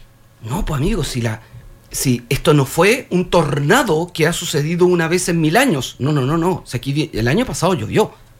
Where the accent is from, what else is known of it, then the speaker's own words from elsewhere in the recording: Tarapacá, Chile; nosotros vivimos en el mundo Vilsipaps. O sea, Tarapacá es una región de Vilsipaps.